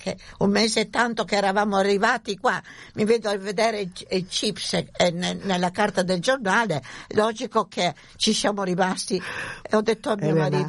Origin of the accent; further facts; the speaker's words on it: Trieste, Friuli-Venezia Giulia, Italy; now in Australia; quello che noi siamo scappati, si può dire, dopo la Seconda Guerra Mondiale da Trieste, specialmente da dove vengo io, è stata una cosa che, venendo qui in Australia, abbiamo dovuto accettare quello che l'Australia ci ha dato